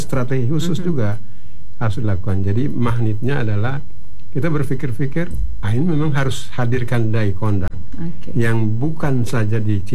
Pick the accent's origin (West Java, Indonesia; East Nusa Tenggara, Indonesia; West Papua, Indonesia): West Papua, Indonesia; Fakfak; kita orang Fakfak